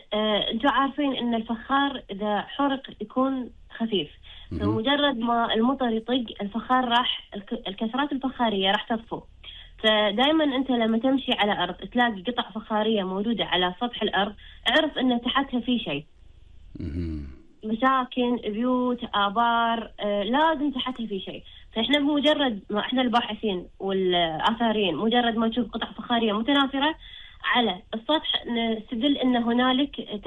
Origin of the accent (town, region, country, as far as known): Kuwait